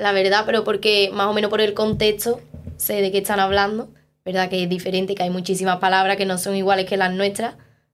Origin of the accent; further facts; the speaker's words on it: Argentina; yerba mate, le dije, yo soy argentina.